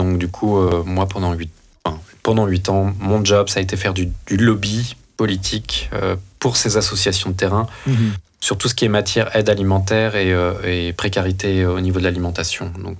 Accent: France; moved away as an adult; now in Brussels, Belgium; Moi je suis français. Mais voilà, j'ai emménagé ici en 2016.

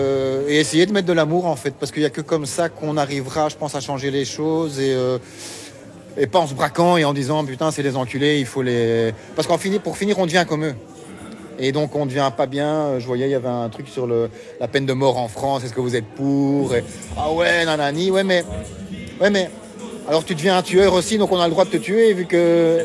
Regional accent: Brussels, Brussels-Capital Region, Belgium; moved away as an adult

